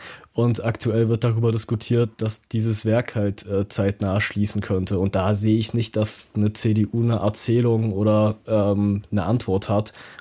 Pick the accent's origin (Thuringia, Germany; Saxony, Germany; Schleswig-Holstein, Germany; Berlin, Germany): Saxony, Germany; Zwickau; Ich frage mich manchmal, wenn ich irgendwie in meiner Heimatstadt Zwickau unterwegs bin oder in anderen kleineren ostdeutschen Städten